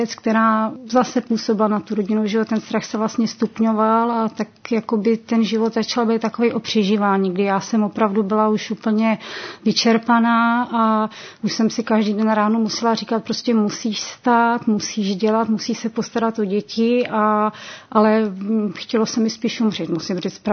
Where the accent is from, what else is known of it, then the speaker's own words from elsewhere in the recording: Vysoké Mýto, Pardubice Region, Czechia; jsem z Vysokého Mýta